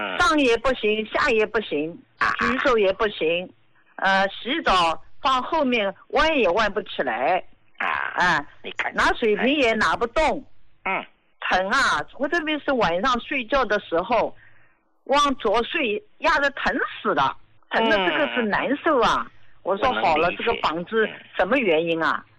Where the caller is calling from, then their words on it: Jiangsu, China; 我今年73岁，我是江苏的。